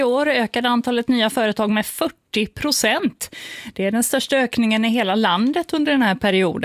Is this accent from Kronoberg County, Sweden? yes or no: no; Alingsås, Västra Götaland County, Sweden; Och min hemstad Alingsås, potatisstaden med egen potatisfestival, har äntligen fått ett ledmotiv.